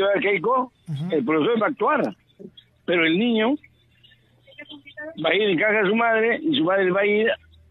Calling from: Trujillo, La Libertad, Peru; de Trujillo.

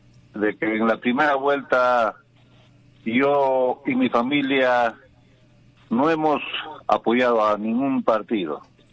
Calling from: Sandia, Puno, Peru; con … de Sandia.

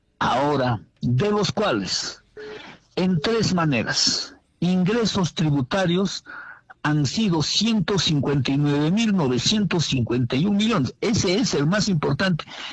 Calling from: Puno, Peru

